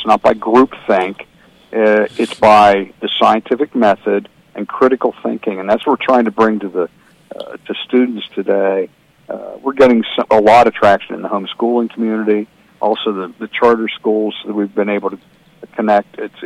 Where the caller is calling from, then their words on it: Apollo Beach, Florida, United States; And I'm calling you from Apollo Beac